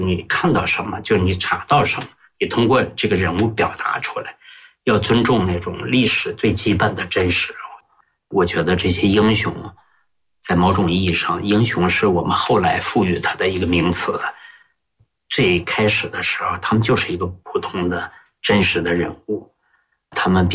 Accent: Heilongjiang, China; 因为我本身是黑龙江人嘛，小说文目睹，我对那块土地特别熟悉嘛。

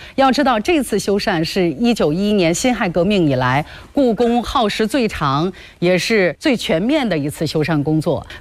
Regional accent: Shanxi, China; 我和郑老呢是半个老乡，郑老是陕西渭南人，我是山西晋南人。那我觉得咱俩用家乡话吧

